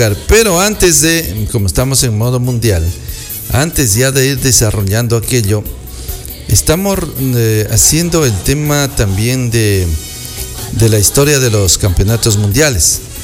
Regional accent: Ecuador

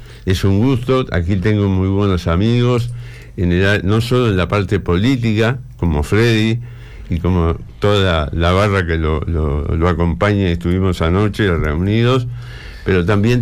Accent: Rocha, Uruguay; en los pagos de donde yo vengo, que es el norte del departamento de Rocha

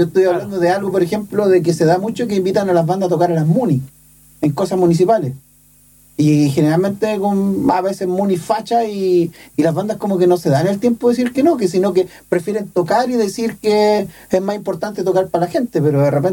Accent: Maipú, Santiago Metropolitan Region, Chile; Yo soy de Maipú

